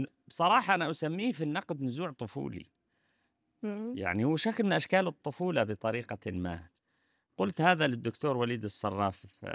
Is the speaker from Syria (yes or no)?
yes; Syria; وعندنا في سوريا أيضا